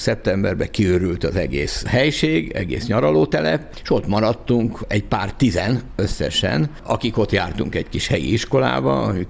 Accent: Agárd, Fejér, Hungary; also born or lived in Zugló, Budapest; Igen, hát én 4 éves voltam, amikor Zuglóból oda költöztünk, mert államosítottak édesapám pékségét, és lementünk az agárdi házunkba.

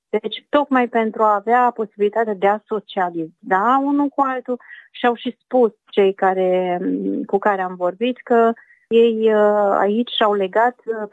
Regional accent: Romania; moved away as an adult; now in Budapest, Hungary; ca și româncă care sunt aici de foarte mulți ani, de 35 de ani

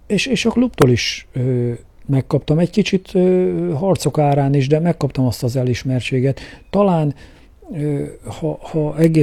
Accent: Kecskemét, Bács-Kiskun, Hungary; nem csak azért, mert itt születtem ugye a városközpontban, itt nőttem föl a egyik városrészben, ugye a Széchenyi városba

